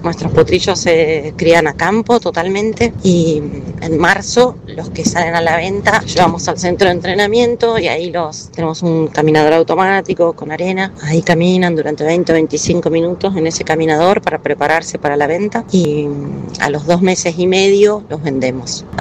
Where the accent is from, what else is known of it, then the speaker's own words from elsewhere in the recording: Eduardo Castex, La Pampa, Argentina; de Eduardo Castex, La Pampa.